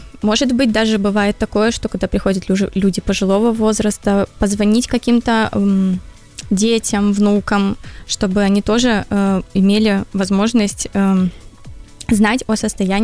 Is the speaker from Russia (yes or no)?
no; Mogilev, Mogilev Region, Belarus; Ну, начнем с того, что я сама из Могилева.